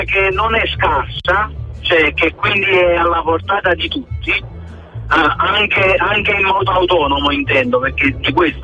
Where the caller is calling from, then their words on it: Villaricca, Campania, Italy; da Villa Ricca.